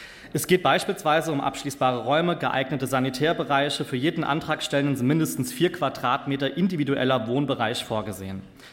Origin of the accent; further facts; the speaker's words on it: Saarbrücken, Saarland, Germany; Ich denke dabei auch an meine Heimatstadt Saarbrücken.